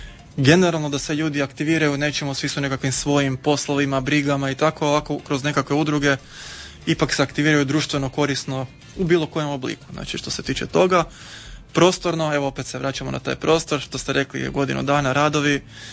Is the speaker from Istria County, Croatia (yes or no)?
yes; Pula, Istria County, Croatia; ja sam odrastao na Montezaru, doslovno preko puta Rojca.